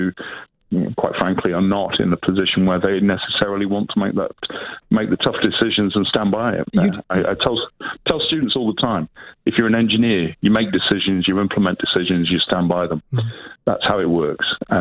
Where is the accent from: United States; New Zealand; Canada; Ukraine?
New Zealand; love the country, love being here. I love being a Kiwi.